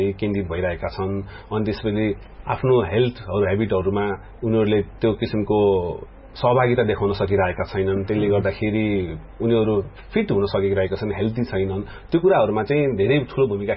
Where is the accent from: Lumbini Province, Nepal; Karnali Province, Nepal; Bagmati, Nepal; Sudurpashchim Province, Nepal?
Sudurpashchim Province, Nepal; Tikapur; शुरूआती चरण टीकापुरबाट हाम्रो बाल्यकाल हामीले खेल्ने चरणका कुराहरू सुरु गर्दैछौ।